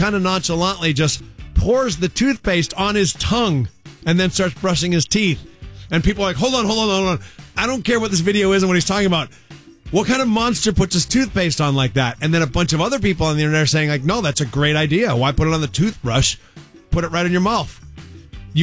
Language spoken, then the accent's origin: English; Natick, Massachusetts, United States; I was born in Natick, Mass.